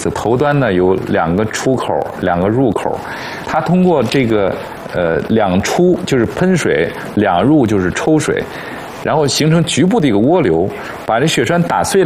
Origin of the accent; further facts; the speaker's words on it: China; 我们中国人